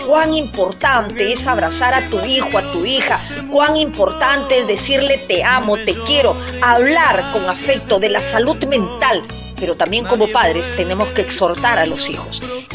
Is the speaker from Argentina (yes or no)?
no; Peru; born there; soy peruana, de verdad me siento feliz de haber nacido en esta tierra hermosa como es el Perú